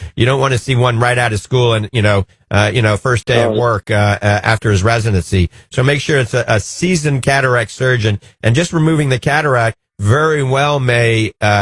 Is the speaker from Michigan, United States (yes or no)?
no; New Orleans, Louisiana, United States; accent: New Orleans; I promise, or my New Orleans accent is going to come out right now.